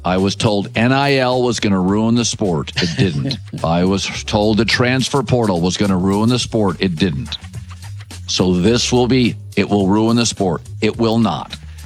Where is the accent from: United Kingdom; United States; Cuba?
United States; West Coast; so I grew up in the West Coast. So I grew up as a Pac-12 fan.